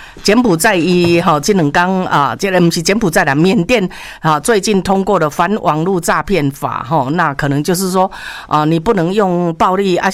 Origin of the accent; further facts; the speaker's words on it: Taiwan; 来，所以也提醒咱听众朋友啊，提醒我们台湾人哈，